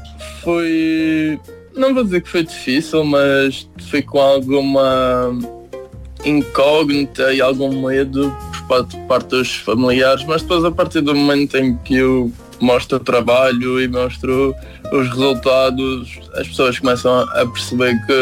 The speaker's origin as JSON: {"language": "Portuguese", "region": "Madeira", "country": "Portugal", "moved": "yes"}